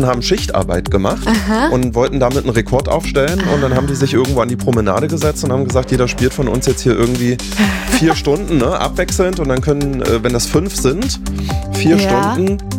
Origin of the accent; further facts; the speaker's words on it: Saxony-Anhalt, Germany; ich komme ja aus Sachsen-Anhalt.